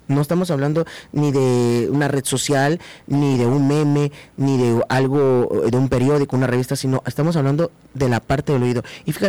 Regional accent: Tabasco, Mexico; soy del estado de Tabasco.

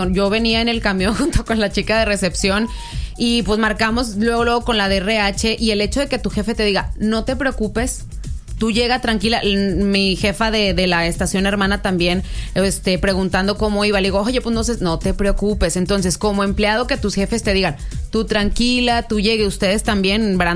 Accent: Mexico; para todos los que somos de Miravalle

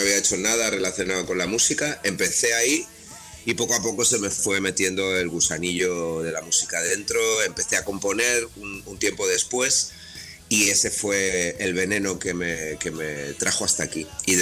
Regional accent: Reus, Catalonia, Spain; born there; es un cantante y compositor que nací en Reus, en Tarragona

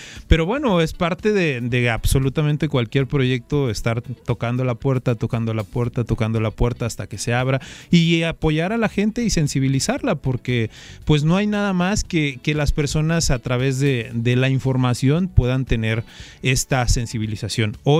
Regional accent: Acayucan, Veracruz, Mexico; yo soy de Acayucan. Y aunque estamos en Veracruz, culturalmente la forma en la que nosotros nos expresamos en el sur, en el norte y en el centro es totalmente diferente.

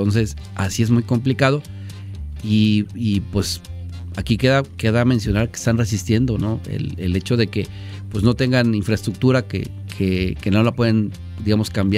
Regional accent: Mexico

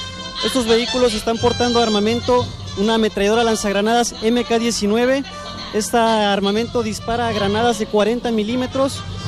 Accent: Mexico

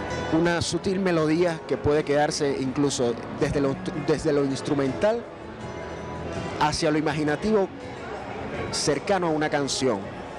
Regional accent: Guantánamo, Cuba; moved away; en mi tierra guantanamera hay unos ritmos allá

